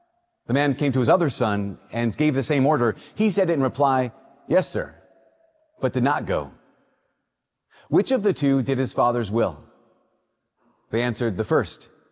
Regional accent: Minnesota, United States; We're from Minnesota.

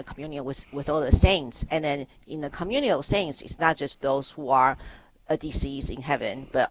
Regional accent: Taiwan; born or raised there

